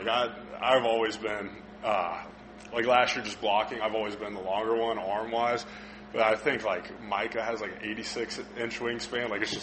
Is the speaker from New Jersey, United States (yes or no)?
no; Cincinnati, Ohio, United States; And also, like, I'm from Cincinnati. Like, being an hour 20 away is way better.